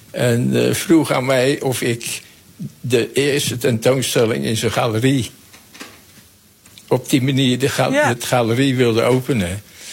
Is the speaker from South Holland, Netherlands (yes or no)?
yes; Rotterdam, South Holland, Netherlands; Ik ben Rotterdammer.